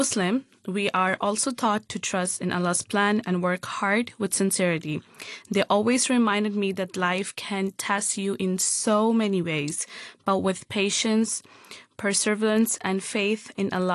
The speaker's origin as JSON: {"language": "English", "country": "Hong Kong", "tie": "born or raised there", "said": "I'm the founder of, I was born and raised in Hong Kong as part of the ethnic minority group."}